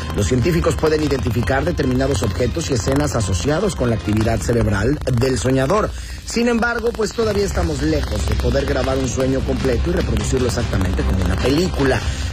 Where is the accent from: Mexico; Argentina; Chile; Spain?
Mexico; reconocer nuestra independencia como ciudadanos mexicanos.